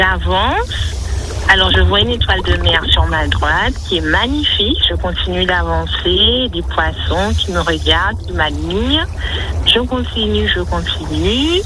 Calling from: Martinique; je suis en Martinique.

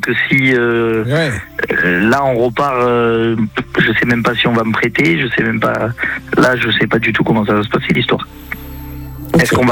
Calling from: Provence-Alpes-Côte d'Azur, France

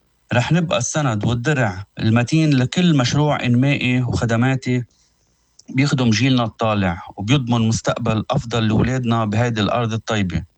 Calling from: Barqa, Baalbek-Hermel, Lebanon

